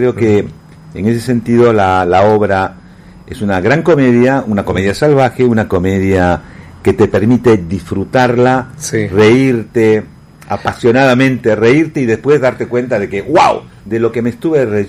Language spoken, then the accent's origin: Spanish; La Plata, Buenos Aires Province, Argentina; Yo soy de La Plata.